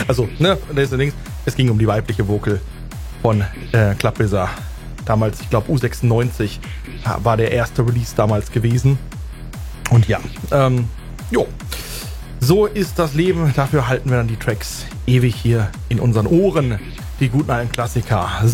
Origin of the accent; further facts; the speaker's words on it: Castrop-Rauxel, North Rhine-Westphalia, Germany; Ja, schöne Grüße an den Jens in meine alte Heimat, Castrop.